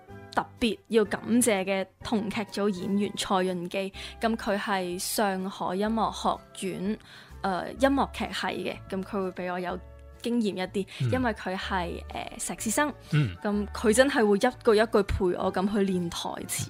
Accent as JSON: {"language": "Chinese", "country": "Macau", "tie": "born or raised there", "said": "我和麦思玉一样都是土生土长的澳门人，跟着出去打拼搏。"}